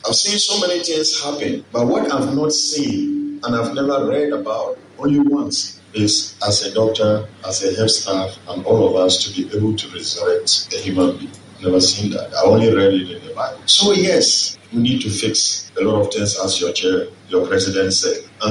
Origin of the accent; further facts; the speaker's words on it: Ghana; as a doctor too, and as a Ghanaian